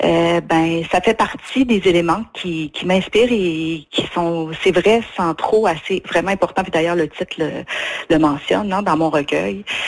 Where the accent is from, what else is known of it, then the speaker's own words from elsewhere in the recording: Gaspé, Quebec, Canada; ben je suis gaspésienne, hein, je viens de Gaspé